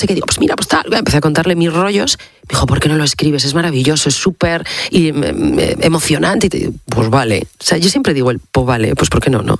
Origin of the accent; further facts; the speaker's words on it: Salas, Asturias, Spain; Asturias, hace 40 años, bueno, España, pero Asturias es que, hijo, ya teníamos el Huerna, no teníamos autovía.